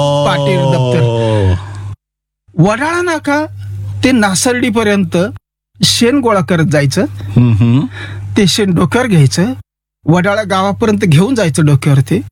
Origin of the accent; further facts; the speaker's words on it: Nashik, Maharashtra, India; also born or lived in Musalgaon, Sinnar taluka; माझा जन्म सुद्धा नाशिकचा आहे.